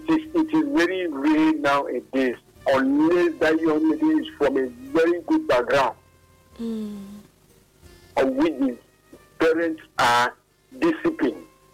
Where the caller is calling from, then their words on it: Calabar, Cross River, Nigeria; from Calabar South.